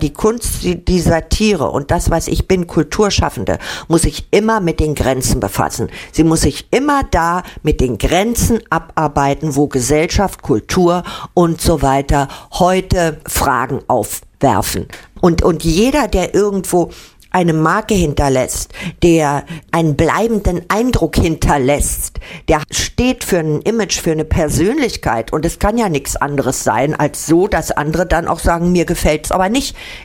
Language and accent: German; Berlin, Germany; was ich eigentlich als Berlinerin zu bieten habe.